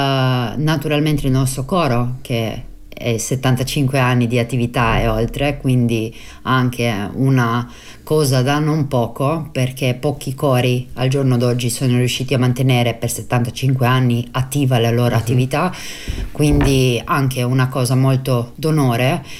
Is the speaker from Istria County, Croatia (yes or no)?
yes; Buje, Istria County, Croatia; accent: Istro-Venetian; qua continua a essere il nostro dialetto, l'istroveneto continua a essere dappertutto, in ogni posto, in ogni luogo